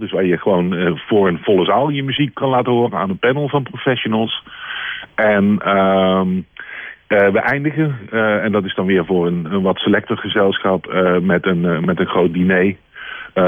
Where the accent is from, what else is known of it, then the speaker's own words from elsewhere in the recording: Amsterdam, North Holland, Netherlands; Jij komt uit Haarlem, ik kom uit Amsterdam.